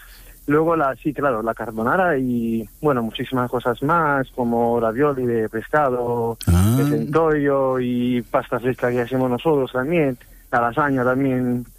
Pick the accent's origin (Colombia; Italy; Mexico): Italy; Campania; Spanish is a second language; now in Oviedo, Spain; soy del sur de Italia, de zona de Nápoles.